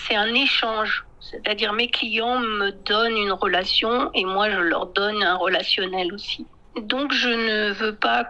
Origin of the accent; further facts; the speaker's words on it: France; Donc, moi, ce que je suis, c'est j'ai beaucoup voyagé au Yunnan, mais je suis française.